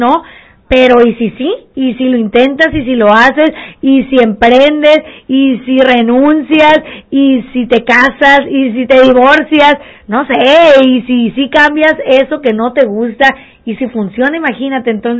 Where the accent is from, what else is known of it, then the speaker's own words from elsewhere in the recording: Mexico; somos mexicanos, hay que apoyar.